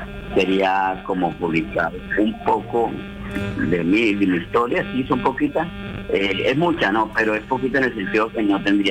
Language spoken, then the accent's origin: Spanish; Santa Marta, Magdalena, Colombia; Yo soy de Santa Marta, pero en una parcela, en una finquita, a unos 20 minutos del casco urbano, ¿no?